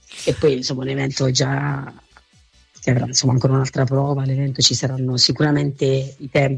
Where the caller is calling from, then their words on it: Lesina, Apulia, Italy; lo realizzeremo in un teatro qui a 15 km dal mio paese, che è un po' più grande perché non abbiamo un teatro così grande qui all'Esina.